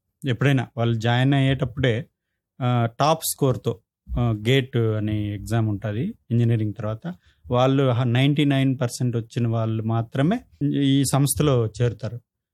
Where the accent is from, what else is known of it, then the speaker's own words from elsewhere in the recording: V. Kota, Andhra Pradesh, India; moved away as an adult; also born or lived in Hyderabad / Chennai; నేను పుట్టింది వికోట, వెంకటగిరి కోట, చిత్తూరు డిస్ట్రిక్ట్.